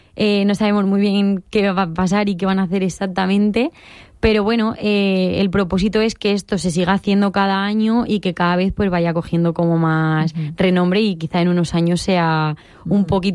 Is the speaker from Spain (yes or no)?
yes; Elda, Valencian Community, Spain; soy del barrio de la Huerta Nueva